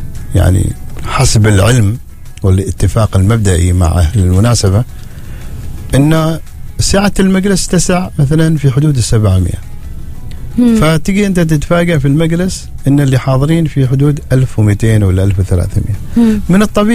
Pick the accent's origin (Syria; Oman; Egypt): Oman; هذه من شيمة العماني هكذا تربيتنا كذا نحن كعمانيين نشأتنا هكذا يعني